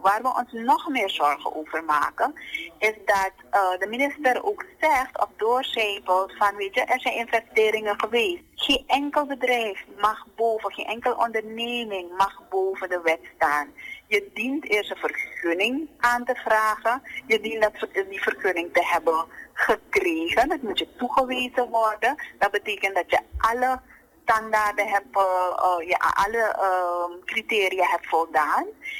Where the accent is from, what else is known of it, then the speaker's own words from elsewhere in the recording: Suriname; wij als Surinamers